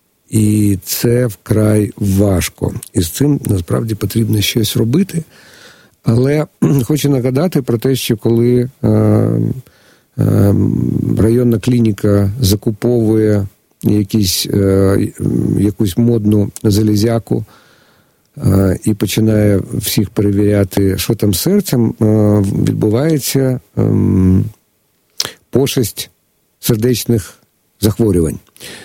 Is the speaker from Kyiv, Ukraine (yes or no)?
yes; Kyiv, Ukraine; Я як киянин